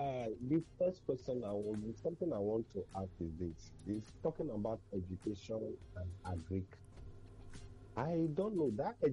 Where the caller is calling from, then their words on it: Ikeja, Lagos, Nigeria; I come from Ikeja.